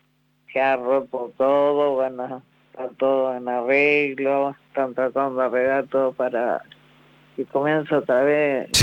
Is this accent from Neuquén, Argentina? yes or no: no; Monte Hermoso, Buenos Aires Province, Argentina